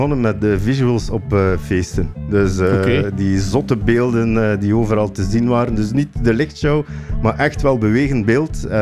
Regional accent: Flanders, Belgium; Sorry, ik ben zelf ook een West-Vlaming.

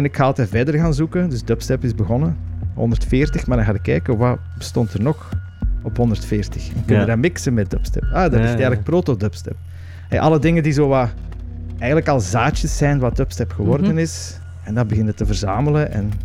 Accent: Turnhout, Flanders, Belgium; moved away as an adult; also born or lived in Berlin; now in Ghent, Belgium; Ik ben afkomstig van Turnhout uit de Kempen.

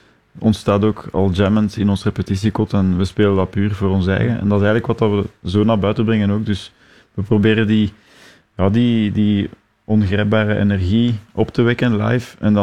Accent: Dilbeek, Flanders, Belgium; En wij zijn van Schepdal, Itterbeek, Dielbeek eigenlijk.

